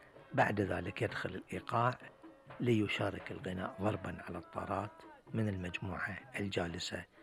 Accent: Bahrain; مثل الفجري عندنا في البحرين

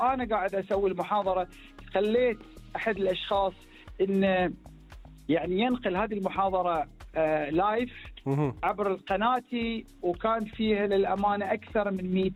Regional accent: Bahrain

